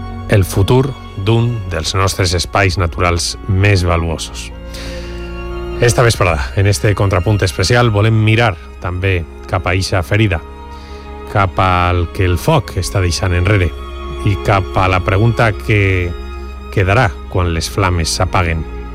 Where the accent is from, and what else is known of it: Valencian Community, Spain